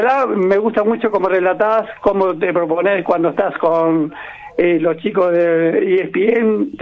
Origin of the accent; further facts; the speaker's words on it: Corrientes, Argentina; born there; Ah, yo pues nací en Corrientes, Fede.